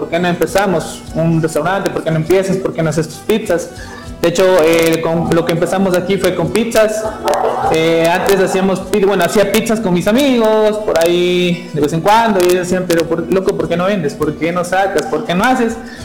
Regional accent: Sigchos, Cotopaxi, Ecuador; Me incluyo ahí porque mi papá es de ahí, conozco Quinticusí. Entonces, somos de Quinticusí, somos de Siccho Centro.

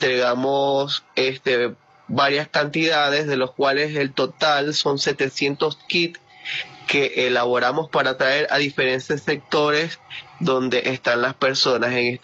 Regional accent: Maracaibo, Zulia, Venezuela; accent: maracucho; como maracucho que soy, el acento se enmarca mucho más y es mucho más divertido para ellos, porque nunca habían escuchado nuestro acento maracucho.

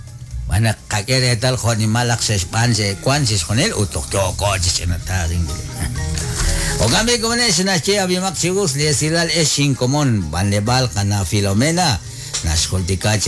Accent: Guatemala; saber de que somos de origen ekchi, somos guatemalteco.

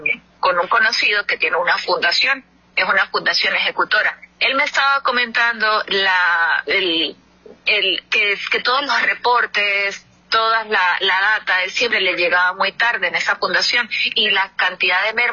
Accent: Táchira, Venezuela; nosotros somos del estado de Táchira

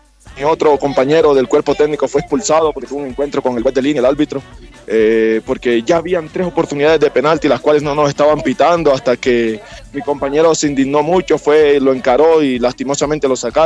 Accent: Colombia; now in Bolivia; soy colombiano.

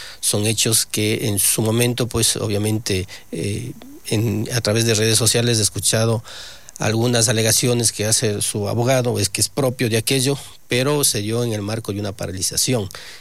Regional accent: Ecuador; como ecuatorianos, que como gobierno nacional podemos o tenemos la obligación de reforzar en cuanto al tema de control de frontera.

